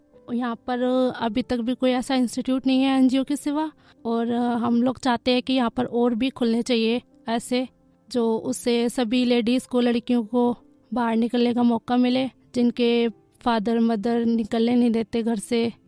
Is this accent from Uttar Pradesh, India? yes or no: yes; Agra, Uttar Pradesh, India; मैं आगरा से बिलोंग करती हूँ।